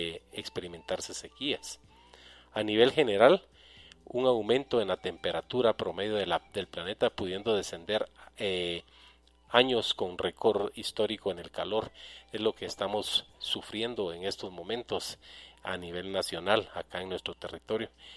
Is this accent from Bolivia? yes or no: no; Guatemala; acá en Guatemala.